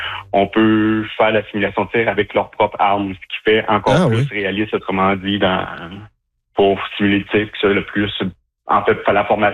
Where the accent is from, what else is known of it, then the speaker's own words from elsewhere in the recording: Quebec, Canada; J'étais en Estrie pour commencer, vu que je suis originaire de l'Estrie, donc c'est plus facile à proximité.